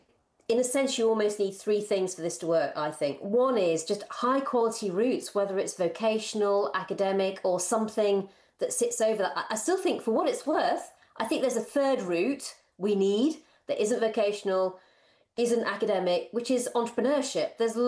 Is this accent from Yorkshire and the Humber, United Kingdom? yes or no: yes; Rotherham, Yorkshire and the Humber, United Kingdom; I always said I never met a lawyer growing up in Rotherham.